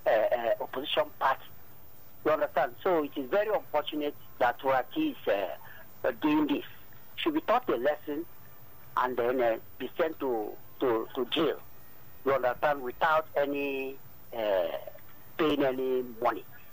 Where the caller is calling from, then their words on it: Nigeria; I'm calling from Abanja in Ikoto.